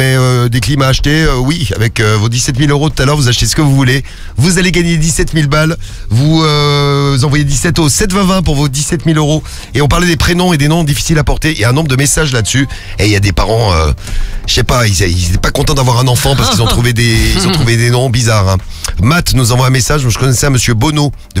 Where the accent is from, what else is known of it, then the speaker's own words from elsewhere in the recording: France; chez nous en France